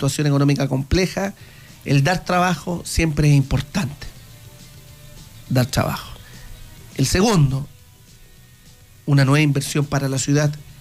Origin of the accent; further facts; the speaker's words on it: Linares, Maule, Chile; para los que somos de Linares